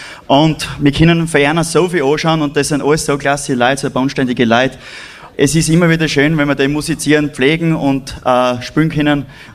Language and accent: German; Fischbach, Styria, Austria; wir kommen alle aus Fischbach, beziehungsweise zwei kommen aus Fischbach.